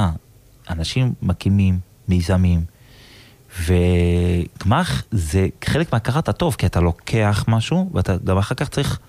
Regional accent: Gaza Strip, Palestine; אני גדלתי שם, לא רק בגוש קטיף, כאילו, הייתי אז ילד, וחיינו את זה, חיינו את התקופה הזאת, של גוש קטיף

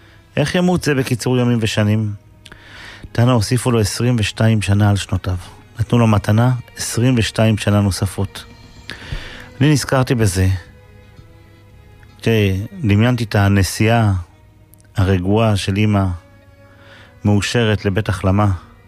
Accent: Safed, Northern District, Israel; born or raised there

